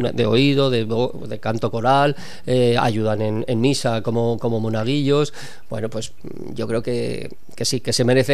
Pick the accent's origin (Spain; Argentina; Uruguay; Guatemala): Spain; Zaragoza, Aragon; Yo creo que primero los infanticos, todos los que somos de Zaragoza, los tenemos metidos en la memoria infantil casi, ¿no?